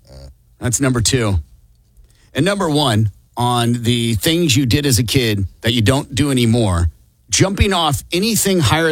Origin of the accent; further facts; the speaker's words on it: Iowa, United States; Growing up in Iowa, we had that beautiful Iowa soil.